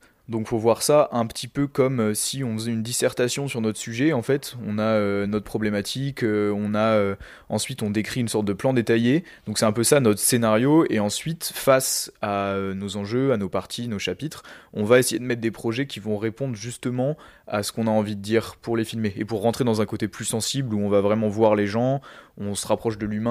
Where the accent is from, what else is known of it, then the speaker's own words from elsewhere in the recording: Centre-Val de Loire, France; on est originaire donc du Centre-Val-de-Loire, d'un milieu assez rural